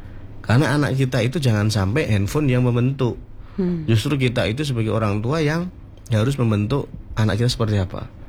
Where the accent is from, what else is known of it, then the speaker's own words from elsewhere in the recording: Bojonegoro, East Java, Indonesia; saya orang asli Bojonegoro